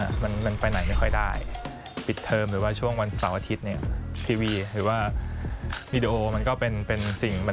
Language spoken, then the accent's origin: Thai; Lopburi, Thailand; ก็เป็นคนลพบุรีเลยครับเกิดที่ลพบุรีโตที่ลพบุรีเรียนที่ลพบุรีก็เรียกว่าคุ้นเคยผูกพันกับที่นี่เต็มๆเลย